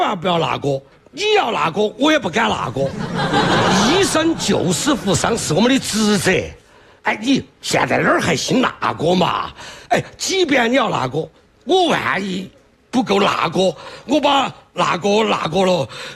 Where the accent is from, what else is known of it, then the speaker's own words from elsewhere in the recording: Sichuan, China; accent: Sichuan dialect; 你看我们四川方言中